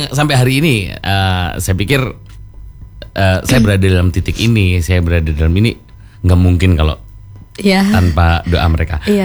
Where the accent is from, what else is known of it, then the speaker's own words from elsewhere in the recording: Bojonegoro, East Java, Indonesia; moved away as an adult; also born or lived in Banyuwangi; now in Malang, Indonesia; Saya orang Bojonegoro kebetulan.